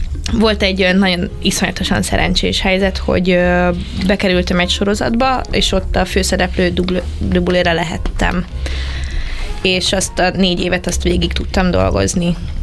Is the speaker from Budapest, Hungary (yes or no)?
no; Kecskemét, Bács-Kiskun, Hungary; accent: Kecskemét dialect; megint a kecskeméti tájszólásom